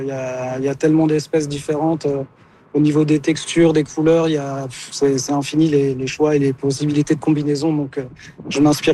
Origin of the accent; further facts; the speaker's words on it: Nancy, Grand Est, France; De Nancy, en France.